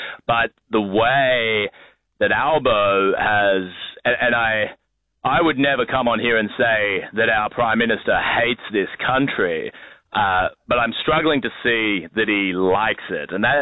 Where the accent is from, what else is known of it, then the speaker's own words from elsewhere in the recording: Brisbane, Queensland, Australia; I'm a Queenslander from way back. I was going barefoot to my private school in Brisbane since 1970, 1980, when I was growing up on the outskirts there.